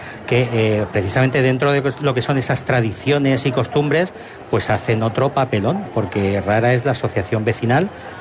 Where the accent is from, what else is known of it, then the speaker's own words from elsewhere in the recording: Spain; yo que soy de Santana, pues el distrito 6